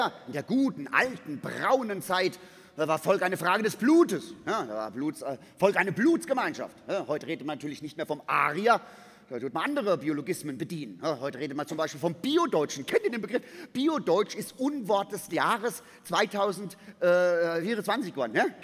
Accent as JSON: {"language": "German", "country": "Germany", "said": "2 deutsche Eltern, 4 deutsche Großeltern. Klingt erstmal gar nicht so viel. Ich sage wieder Vorsicht. Ich bin aus dem Odenwald."}